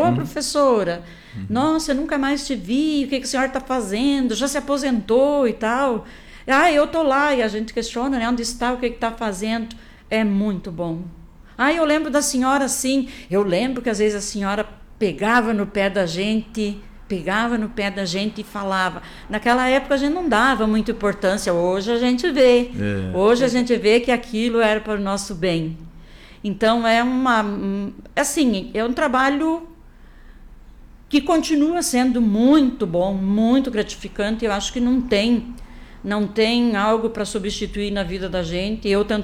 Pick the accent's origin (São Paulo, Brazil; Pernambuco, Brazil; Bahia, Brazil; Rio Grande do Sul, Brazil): Rio Grande do Sul, Brazil; Nova Prata; born there; also born or lived in Salto do Lontra; a gente morava no interior, e o meu pai e minha mãe vieram do interior para aqui, para Salto do Lonto. Eu nasci no Ouro Fino, que hoje pertence para Nova Prata